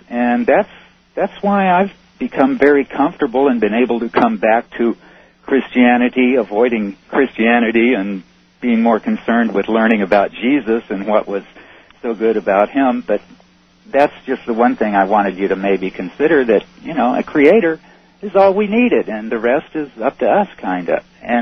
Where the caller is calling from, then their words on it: Burbank, California, United States; I'm calling from Burbank, California.